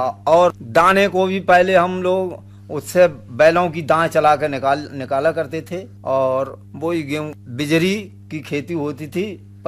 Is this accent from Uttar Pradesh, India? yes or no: yes; Nusratganj, Uttar Pradesh, India; हमारे गांव का नाम है नुसरतगंज